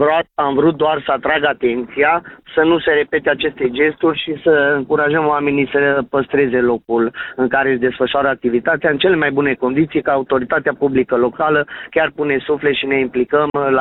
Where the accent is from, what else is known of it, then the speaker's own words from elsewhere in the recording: Romania; suntem români